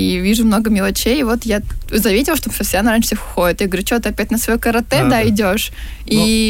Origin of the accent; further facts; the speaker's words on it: Rostov-on-Don, Rostov Oblast, Russia; moved away; Я с Ростова-на-Дону. Переехала. Почти уже третий год идет.